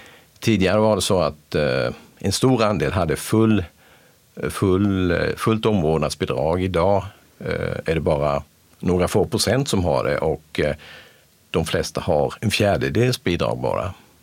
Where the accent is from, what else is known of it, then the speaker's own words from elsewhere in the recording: Sweden; det här är den viktigaste försäkringen som vi svenskar har.